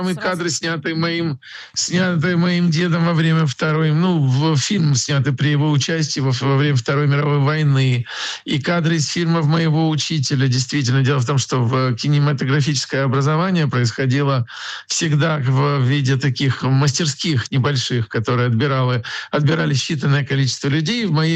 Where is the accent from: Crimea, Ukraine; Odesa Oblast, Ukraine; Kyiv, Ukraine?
Kyiv, Ukraine; что происходит в моем родном городе, в Киеве, естественно, во всей стране, гражданином которой я стал после распада Советской империи в 1991 году